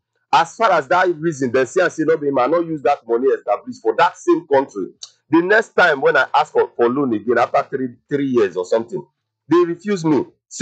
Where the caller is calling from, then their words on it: Nigeria; as Nigerian citizens